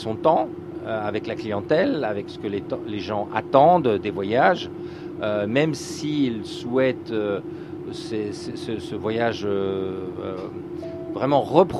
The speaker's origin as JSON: {"language": "French", "town": "Liège", "region": "Wallonia", "country": "Belgium", "moved": "yes", "said": "je suis liégeois"}